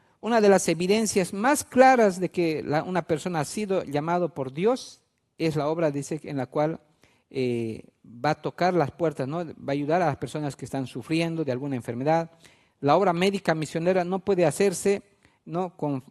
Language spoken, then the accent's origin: Spanish; Bolivia; Es como hoy en día en nuestro país, aquí en Bolivia